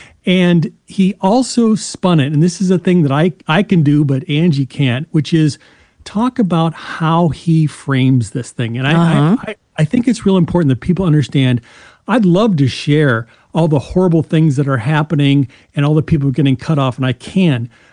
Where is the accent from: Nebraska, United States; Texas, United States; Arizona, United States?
Nebraska, United States; moved away; I'm from Nebraska originally.